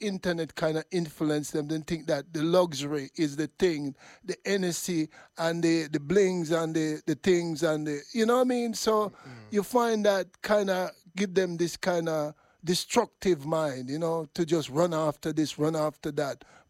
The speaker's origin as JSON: {"language": "English", "country": "Jamaica", "tie": "born or raised there", "said": "when you were a child growing up in Jamaica."}